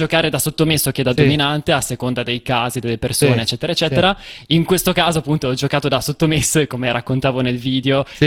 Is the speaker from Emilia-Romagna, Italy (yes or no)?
no; Naples, Campania, Italy; moved away; Io di Napoli, sì, io davvero sono molto molto molto contento di essermi andato dall'Italia